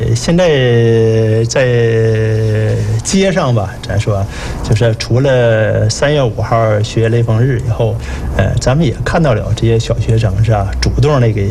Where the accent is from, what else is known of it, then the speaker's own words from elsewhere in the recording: Jinzhou, Liaoning, China; 了解咱锦州，了解咱家乡的文化